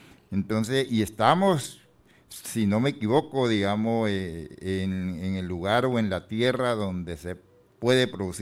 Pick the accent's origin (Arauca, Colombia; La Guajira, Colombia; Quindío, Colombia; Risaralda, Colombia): Arauca, Colombia; moved away; yo soy del campo, yo soy un campesino que me crié, carajo, a pata descalzo, así como hablamos en las sabanas de Arauca, conociendo todas las actividades del campo, digamos, que se dan allá en el llano, como buen llanero.